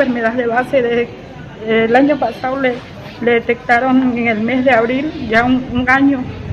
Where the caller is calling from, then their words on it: Exaltación, Beni, Bolivia; vengo de Exaltación hace desde el 4 de junio.